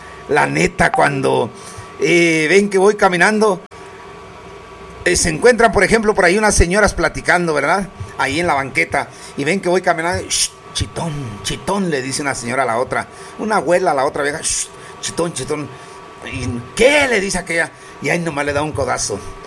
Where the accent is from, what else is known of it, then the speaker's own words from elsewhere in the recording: Cherán, Michoacán, Mexico; soy de aquí de Cherán.